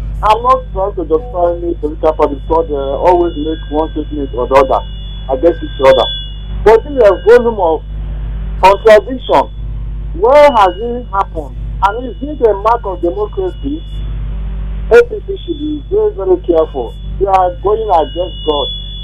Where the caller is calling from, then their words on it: Brazil; I'm calling from Brazil.